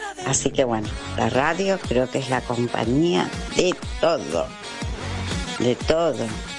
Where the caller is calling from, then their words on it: Lomas de Zamora, Buenos Aires Province, Argentina; de Loma Zamora.